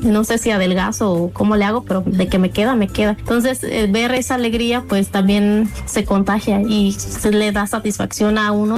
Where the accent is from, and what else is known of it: San Vicente, Mexico